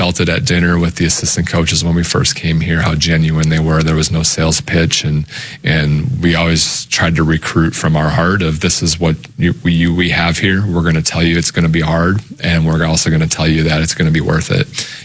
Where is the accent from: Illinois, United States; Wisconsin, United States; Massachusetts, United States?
Wisconsin, United States; born or raised there